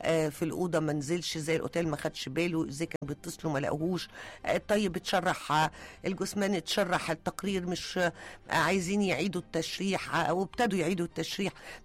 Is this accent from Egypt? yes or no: yes; Egypt; احنا كمواطن مصري